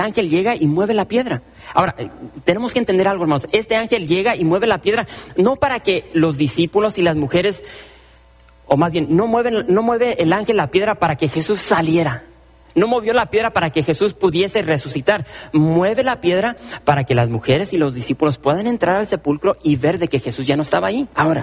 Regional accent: United States; yo soy pocho, yo soy aquí de Estados Unidos, mis padres son de México

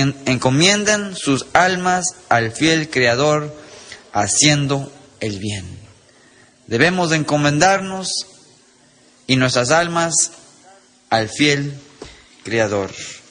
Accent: United States; nosotros como americanos aquí

